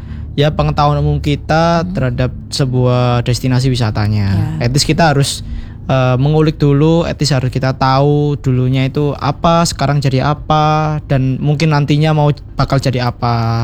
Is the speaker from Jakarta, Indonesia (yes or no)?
no; Surabaya, East Java, Indonesia; kita arek Surabaya itu Surabaya wani.